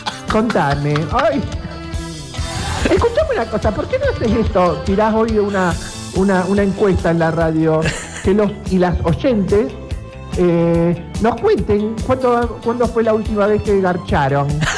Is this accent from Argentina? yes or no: yes; Argentina; Soy argentino, me venda.